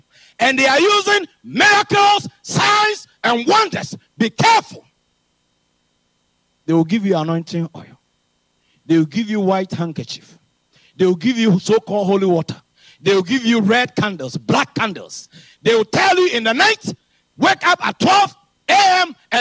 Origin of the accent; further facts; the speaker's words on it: Ghana; I'm coming from West Africa. Specifically Ghana.